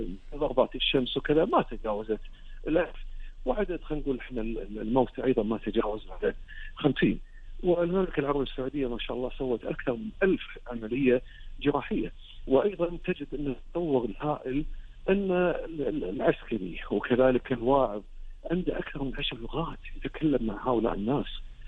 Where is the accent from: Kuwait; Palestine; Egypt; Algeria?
Kuwait; وأيضا مدير الحج عندنا في الكويت